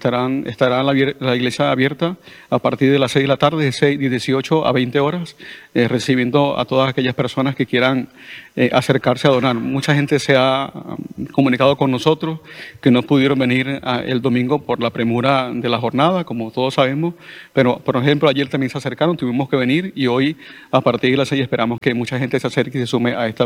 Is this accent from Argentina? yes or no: no; Venezuela; now in Balearic Islands, Spain; yo soy venezolano y me duele mi país y evidentemente las imágenes son bastante trágicas.